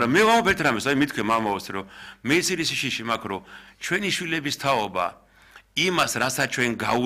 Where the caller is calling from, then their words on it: Mtskheta-Mtianeti, Georgia; ეხა მე ხევსური ვარ